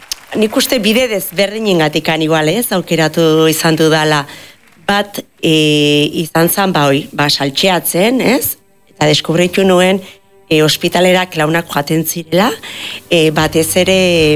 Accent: Errenteria, Basque Country, Spain; Ba, ni horretakoa, errenteikoa naz. Eta nire herrian, bazeoen talde bat, ez, haundixioak, elkartzen zirenak klaun egitea.

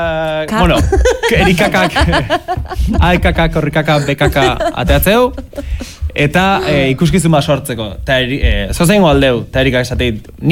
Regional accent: Pamplona, Navarre, Spain; Nae, Iruñakoa

